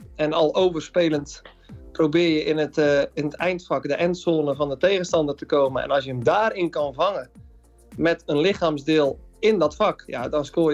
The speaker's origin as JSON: {"language": "Dutch", "country": "Netherlands", "said": "als Nederlander"}